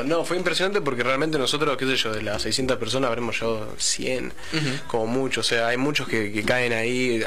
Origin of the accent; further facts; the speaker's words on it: Quilmes, Buenos Aires Province, Argentina; born there; somos autóctonos de Quilmes